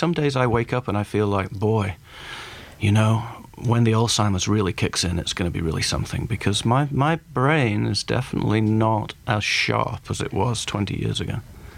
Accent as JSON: {"language": "English", "region": "England", "country": "United Kingdom", "also_born_or_lived": "New York", "moved": "as an adult", "lives_now": "United States", "said": "I'm English."}